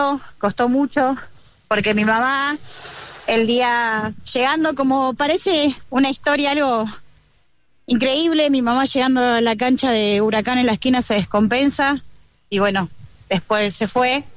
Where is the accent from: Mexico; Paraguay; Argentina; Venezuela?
Paraguay; No, nosotros somos paraguayos. Mi mamá le inculcó siempre todo lo que es las raíces.